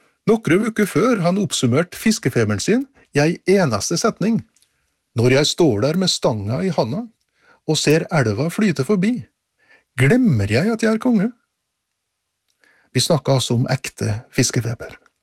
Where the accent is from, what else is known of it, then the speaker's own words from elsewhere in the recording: Surnadal, Møre og Romsdal, Norway; 20 år senere kom kongen og dronninga til heimkommunen min, Surndalen.